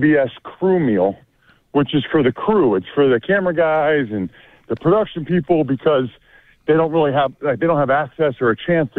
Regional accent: Reading, Pennsylvania, United States; I'm from Reading, Pennsylvania.

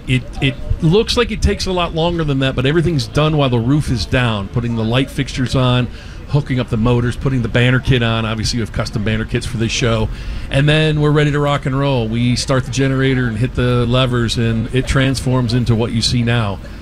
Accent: Cleveland, Ohio, United States; moved away; I grew up in Cleveland, Lake Erie area

